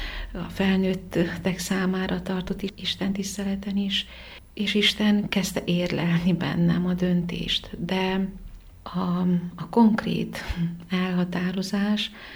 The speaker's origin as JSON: {"language": "Hungarian", "town": "Zalău", "region": "Sălaj", "country": "Romania", "tie": "born or raised there", "said": "abban a városban, ahol születtem és gyerekkoromat is töltöttem, Zilahon"}